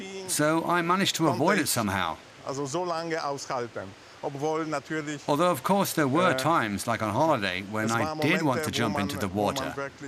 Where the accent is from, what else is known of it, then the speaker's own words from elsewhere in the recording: Sopot, Pomeranian Voivodeship, Poland; I'm from Sopot near Gdansk in Poland, so right by the beach.